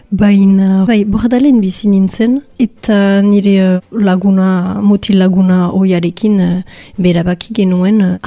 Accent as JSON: {"language": "Basque", "town": "Bayonne", "region": "Nouvelle-Aquitaine", "country": "France", "tie": "born or raised there", "moved": "as an adult", "said": "Baionan sortu nintzen eta ogoi urte arte Baionan bizi nintzen. Eta gero nire lehen bidaia handia egin nuen estatu batuetara, oper gisa."}